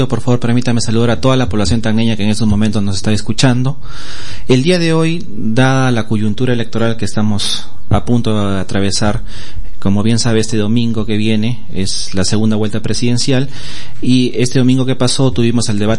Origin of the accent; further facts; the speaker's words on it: Peru; nosotros, como Estado peruano, estamos en una economía social de mercado.